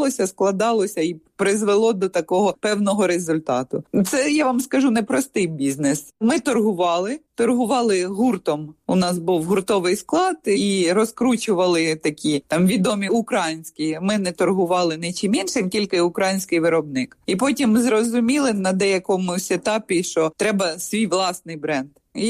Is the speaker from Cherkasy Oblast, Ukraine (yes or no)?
no; Brailiv, Vinnytsia Oblast, Ukraine; Родом я з Вінниччини, СМТ Браїлі, Жмеринського району Вінницької області.